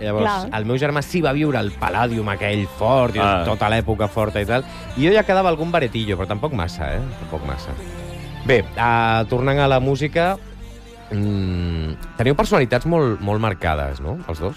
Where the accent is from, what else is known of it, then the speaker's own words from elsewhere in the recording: Sant Cugat del Vallès, Catalonia, Spain; Sóc de Sant Cugat de tota la vida.